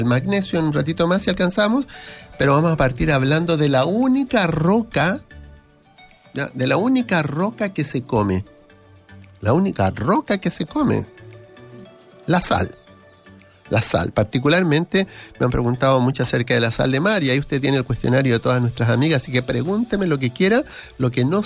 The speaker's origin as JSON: {"language": "Spanish", "region": "Valparaíso", "country": "Chile", "said": "Como porteña, ¿ya? Sí."}